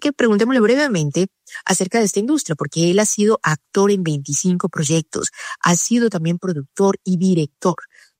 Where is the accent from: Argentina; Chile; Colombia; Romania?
Colombia